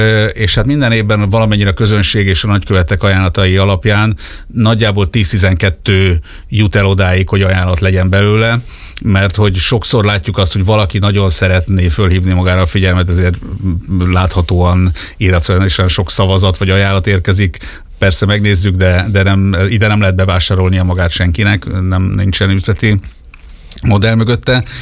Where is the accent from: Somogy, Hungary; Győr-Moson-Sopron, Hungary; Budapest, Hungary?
Győr-Moson-Sopron, Hungary; Sopron; Egy pilot projektet tavaly a Sopronban, én Soproni vagyok, elindítottunk Best of Sopron néven